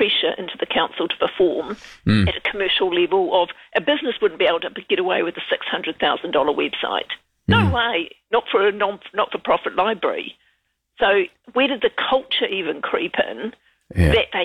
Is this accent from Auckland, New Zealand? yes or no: no; Wellington, New Zealand; Seriously, I come from Wellington